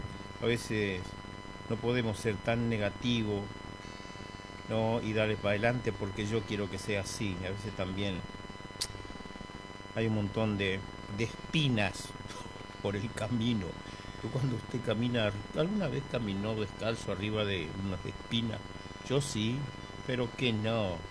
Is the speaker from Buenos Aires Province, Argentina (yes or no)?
no; Presidencia de la Plaza, Chaco, Argentina; moved away; a toda mi gente de mi pueblo, Presidencia de la Plaza, en el Chaco. Ahí tengo a mis parientes fuera